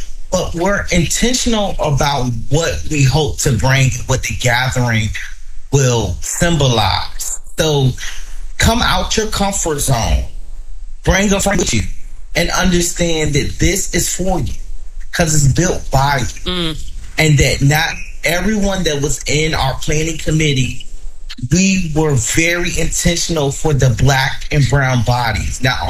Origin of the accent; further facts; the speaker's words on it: Newport News, Virginia, United States; We're not coming from out of town and putting on an event in Hampton Roads. No, we're from Newport News. We're from this area. We're from Chesapeake.